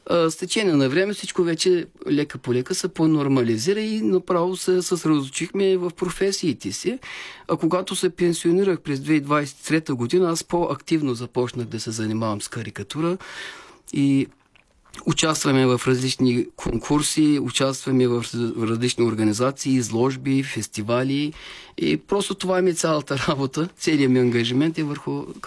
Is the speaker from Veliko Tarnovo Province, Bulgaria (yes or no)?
no; Aytos, Burgas Province, Bulgaria; also born or lived in Boyno; now in Turkey; Само да уточня, че аз съм роден в Родопите, в село Бойно, Кърджалийско, но съм бил много малък, дори не помня нищо. В Айтос са се изселили нашите и съм израснал и помня всичко по край Айтос.